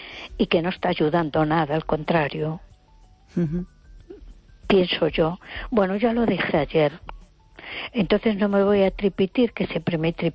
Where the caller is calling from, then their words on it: A Coruña, Galicia, Spain; de Coruña.